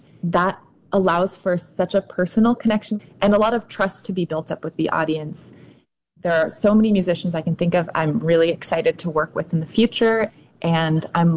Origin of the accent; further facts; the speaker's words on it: Vermont, United States; We both grew up in Vermont.